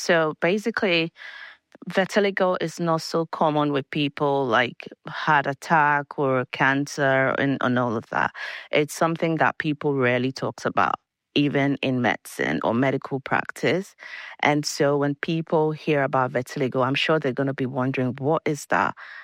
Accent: Ghana; I grew up in Ghana, West Africa

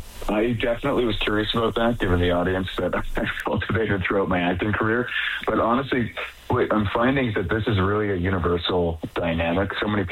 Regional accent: Alberta, Canada; accent: Alberta; Coming from Alberta myself, I'd like stamp out my own Alberta accent to try to make it as an actor in an American market.

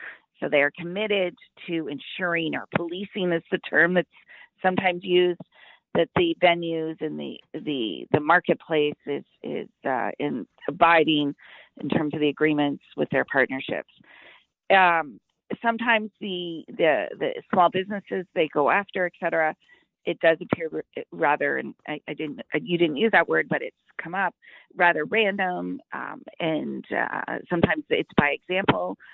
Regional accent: London, Ontario, Canada; I'm from London area, so there you go.

